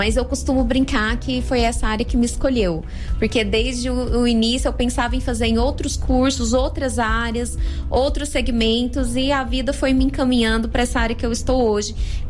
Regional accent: Goiânia, Goiás, Brazil; also born or lived in Presidente Epitácio, Brazil / Santa Rita do Pardo, Brazil; Então, eu sou registrada como paulista, mas eu resido aqui em Goiânia desde os meus 4 anos de idade. Então, eu me considero goiana.

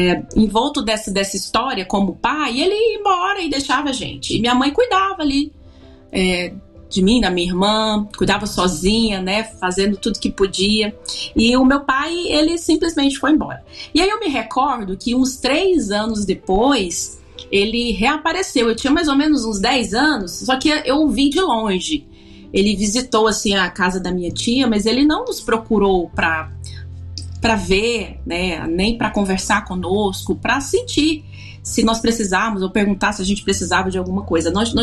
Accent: Rio Maria, Pará, Brazil; eu sou do Pará, Rio Maria, Pará, então é uma cidade pequena, de interior.

